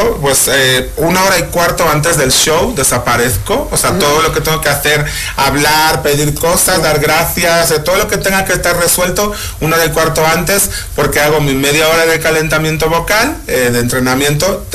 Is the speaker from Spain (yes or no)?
yes; Spain; now in Mexico; Ya me siento como medio mexicano, sobre todo como artista, porque es verdad que aquí me cuidan muchísimo más que en mi país